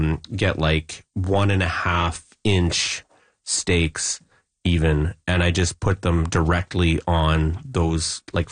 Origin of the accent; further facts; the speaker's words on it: Saskatchewan, Canada; moved away; because I'm originally from Saskatchewan